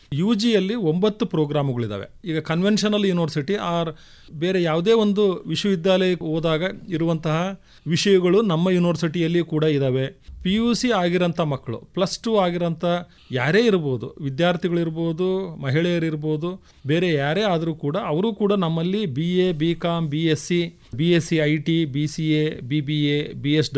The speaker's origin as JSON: {"language": "Kannada", "town": "Bairapura", "region": "Karnataka", "country": "India", "tie": "born or raised there", "moved": "yes", "lives_now": "Mysore, India", "said": "ನಾನು ಕೂಡ ಒಂದು ಸಣ್ಣ ಹಳ್ಳಿಯಿಂದ ಬಂದಿರೋಂಥವನು. ಇವತ್ತಿಗೂ ಕೂಡ ನಮ್ಮೂರಲ್ಲಿ ಬರೀ 7ನೇ ತರಗತಿವರೆಗೆ ಮಾತ್ರ ಇದೆ. ಸೊ ಬೈರಾಪುರ ಅನ್ನೋ ಒಂದು ಚಿಕ್ಕ ಹಳ್ಳಿ, ಮೊಳಕಾಲ್ಮೂರು ತಾಲೂಕದು. ತುಂಬ ಚಿಕ್ಕ ಹಳ್ಳಿಯಿಂದ ಬಂದಿರೋದ್ರಿಂದ"}